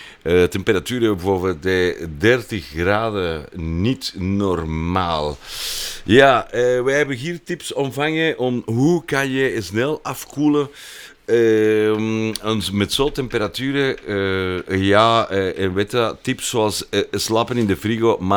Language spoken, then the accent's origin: Dutch; El Grullo, Jalisco, Mexico; Dutch is a second language; now in Antwerp, Belgium; Mijn geboortestad is El Grullo, Jalisco.